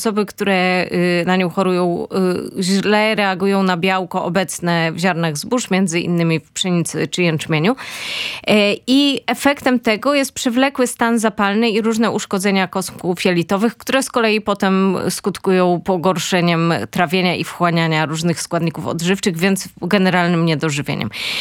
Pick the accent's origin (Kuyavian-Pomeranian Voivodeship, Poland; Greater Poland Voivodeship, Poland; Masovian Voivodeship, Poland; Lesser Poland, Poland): Kuyavian-Pomeranian Voivodeship, Poland; Toruń; i ja pochodzę z Torunia